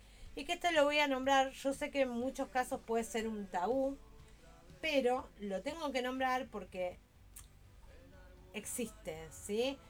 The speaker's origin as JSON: {"language": "Spanish", "region": "Santa Fe", "country": "Argentina", "said": "yo recuerdan que vengo de Santa Fe."}